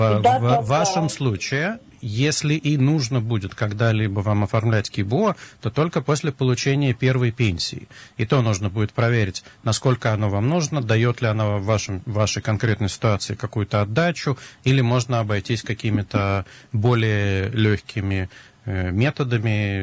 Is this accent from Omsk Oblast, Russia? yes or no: no; Moscow, Russia; Я из Москвы